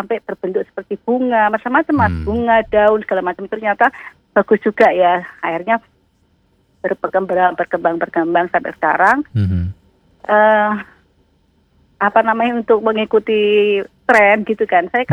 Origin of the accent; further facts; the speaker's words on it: Pekalongan, Central Java, Indonesia; saya ini ya orang Pekalongan itu ya.